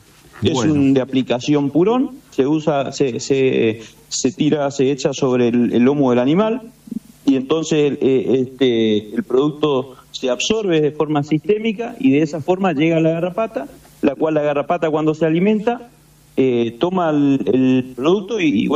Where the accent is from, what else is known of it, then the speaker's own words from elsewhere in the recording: Corrientes, Argentina; De Corrientes, yo soy de Corrientes, acá estamos en Corrientes